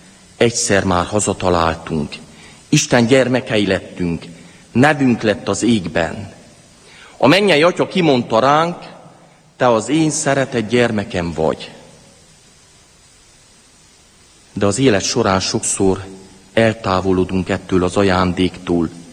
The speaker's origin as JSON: {"language": "Hungarian", "town": "Lueta", "region": "Harghita", "country": "Romania", "tie": "born or raised there"}